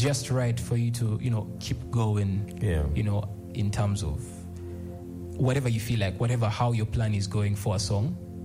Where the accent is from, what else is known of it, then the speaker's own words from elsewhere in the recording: Arua, Northern Region, Uganda; now in Kampala, Uganda; I come from Northwest Uganda. Northwest Uganda. Arua. Yeah. I'm a bad boy from Arua.